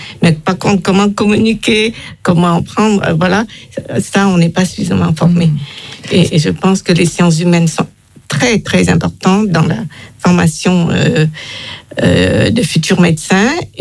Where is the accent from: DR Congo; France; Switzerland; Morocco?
France; C'est ça, je suis française d'origine. Et d'ailleurs, quand je suis revenue pour la première fois au Vietnam, les gens s'attendaient à avoir une blonde aux yeux